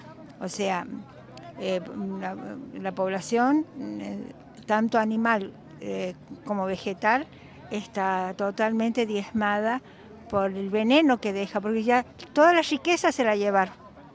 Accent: Catamarca, Argentina; vengo de Catamarca.

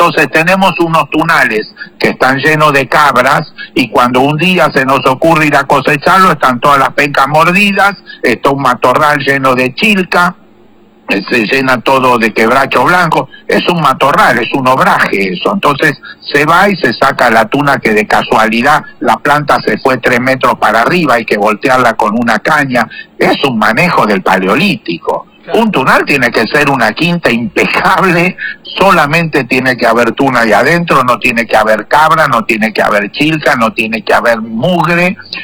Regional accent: Argentina; el proceso de la inmigración que en su momento nos trajo a todos nosotros a la Argentina, a principios del siglo XX, pues vinimos de todos lados, los judíos que vinimos de Polonia

